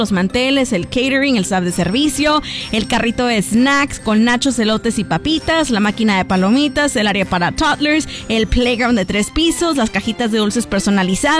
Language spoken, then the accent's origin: Spanish; Mexico; es otra canción que nos hace sentir orgullosos de ser mexicanos.